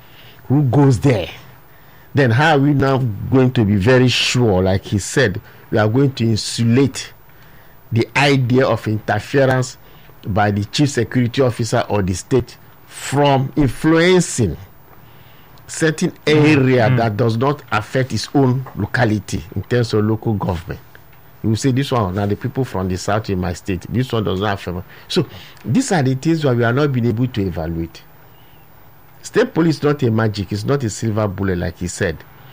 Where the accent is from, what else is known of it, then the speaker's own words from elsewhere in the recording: Cross River, Nigeria; I'm from Cross River